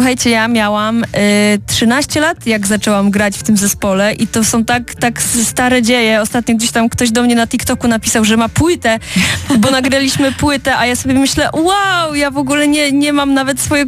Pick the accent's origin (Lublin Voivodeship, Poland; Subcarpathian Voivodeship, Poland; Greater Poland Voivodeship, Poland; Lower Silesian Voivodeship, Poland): Lower Silesian Voivodeship, Poland; Wrocław; my obydwoje jesteśmy z Wrocławia, ale akurat byliśmy w Warszawie